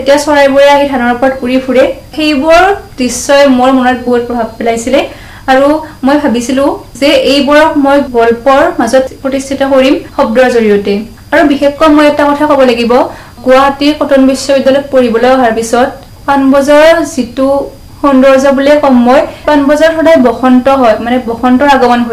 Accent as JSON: {"language": "Assamese", "town": "Patacharkuchi", "region": "Assam", "country": "India", "tie": "born or raised there", "said": "তাৰপিছত পাঠশালাৰ ভিতৰৰ এখন ঠাই পেটাচাগুচিত মোৰ শৈশৱকালটো পাৰ হৈছিলে।"}